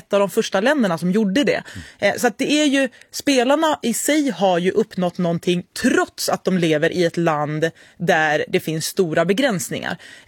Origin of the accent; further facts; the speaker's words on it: Iran; vi som iranier är ju fullt medvetna om vilka hot som kommer ifall vi på något sätt motsätter oss det som är islamiska regimens vägar.